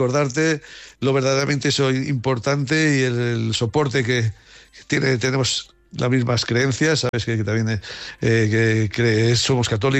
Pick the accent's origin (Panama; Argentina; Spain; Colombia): Spain; Haro, La Rioja; el sentir a Haro como, insisto, como nuestro pueblo, porque bueno. Pues así nos hemos criado